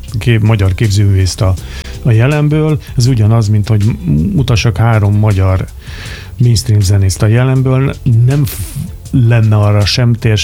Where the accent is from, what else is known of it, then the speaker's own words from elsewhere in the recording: Hungary; magyarok vagyunk 10 minuszan, 10 millió minusz, és van egy nyelvünk, amit gyakorlatilag más nem beszél, csak mi.